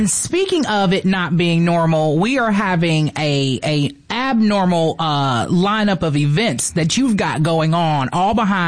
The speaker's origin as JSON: {"language": "English", "town": "Buffalo", "region": "New York", "country": "United States", "tie": "born or raised there", "said": "That's Buffalo."}